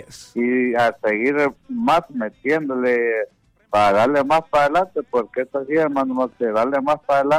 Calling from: Arada, Santa Bárbara, Honduras; De aquí de Arada, Santa Bárbara.

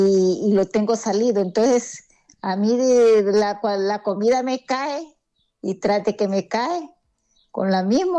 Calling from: Villanueva, Cortés, Honduras; De Villanueva Cortés.

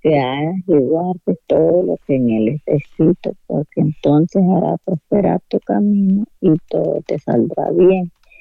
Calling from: Jamastrán Valley, El Paraíso, Honduras; Hipoteca, Valle Jamastrán.

